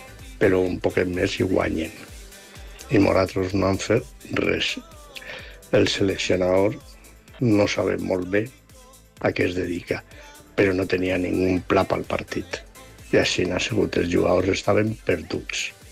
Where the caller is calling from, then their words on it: Valencia, Valencian Community, Spain; de València.